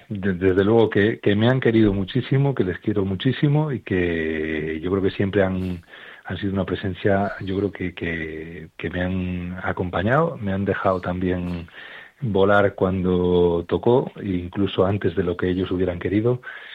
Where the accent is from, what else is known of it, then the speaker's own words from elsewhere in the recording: Oviedo, Asturias, Spain; born there; soy jesuita, soy asturiano